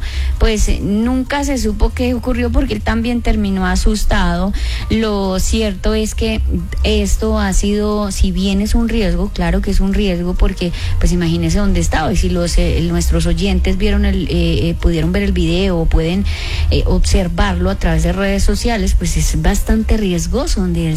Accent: Colombia; como somos los colombianos también

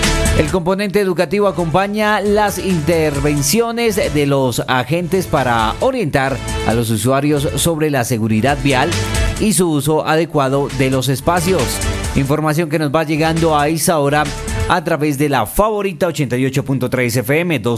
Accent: Fosca, Cundinamarca, Colombia; tengo 17 años y me siento honrado de representar a la institución educativa de mi región. Soy orgullosamente de Fosca, Cundinamarca

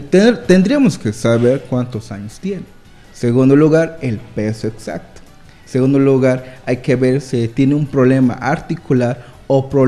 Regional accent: Peru; soy médico peruano. En Perú tenemos nuestro centro médico capacitado de la columna.

